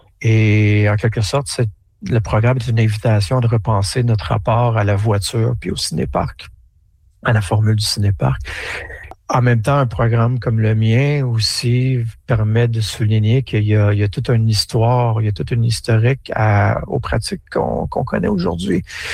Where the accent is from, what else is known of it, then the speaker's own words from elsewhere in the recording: Montreal, Quebec, Canada; moved away as an adult; now in Ontario, Canada; je suis de Montréal et dans ma jeunesse et même... à travers jusqu'à temps que je quitte Montréal pour m'installer en Ontario